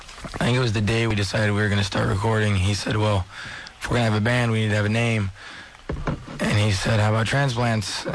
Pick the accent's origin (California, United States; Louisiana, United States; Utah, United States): California, United States; Fresno; moved away; I'm from Fresno originally.